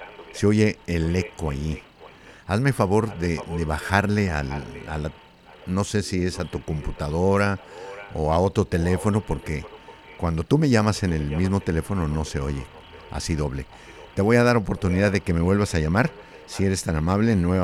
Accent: Tlaltenango de Sánchez Román, Zacatecas, Mexico; moved away; saludos, Humberto, desde, déjenme ver, desde Tlaltenango.

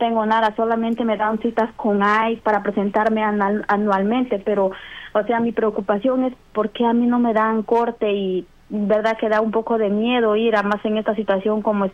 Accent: Peru; now in United States

